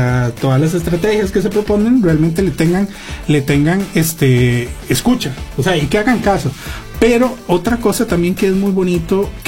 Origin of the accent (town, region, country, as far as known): Costa Rica